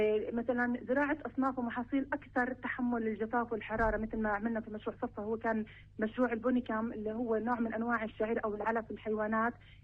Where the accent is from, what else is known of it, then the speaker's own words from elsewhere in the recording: Palestine; إحنا بالنسبة كفلسطينيين